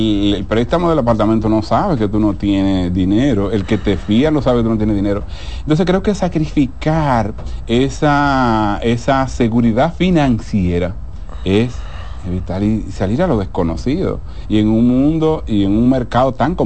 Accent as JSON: {"language": "Spanish", "town": "Constanza", "region": "La Vega", "country": "Dominican Republic", "said": "Como decía, yo vine de Constanza"}